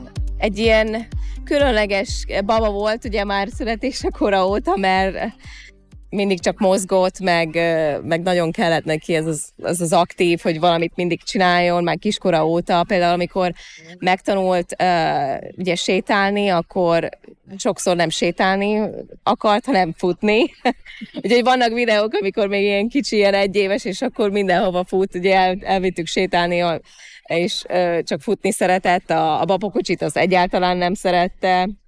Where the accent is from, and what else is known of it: Hungary; born or raised there; moved away; also born or lived in Kansas City, United States